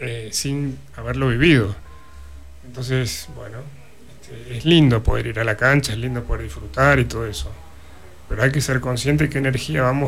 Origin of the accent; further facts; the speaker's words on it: Argentina; somos argentinos descendientes en gran parte o mayoría de europeos, españoles e italianos.